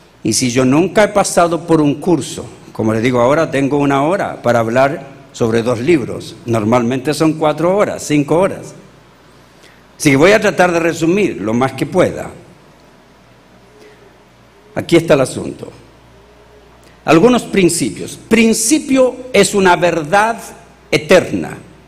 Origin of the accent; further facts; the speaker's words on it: Chile; born there; moved away; Porque yo nací en Chile. Soy chileno. Creía que Dios era chileno cuando vivía en Chile. Yo nací en la iglesia pentecostal